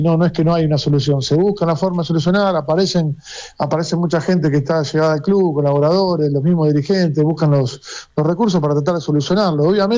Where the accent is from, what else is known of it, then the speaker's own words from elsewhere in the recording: Rosario, Santa Fe, Argentina; allá por mis pagos, yo soy de Rosario.